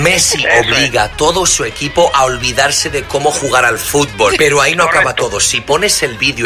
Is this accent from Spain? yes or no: yes; Spain; yo soy español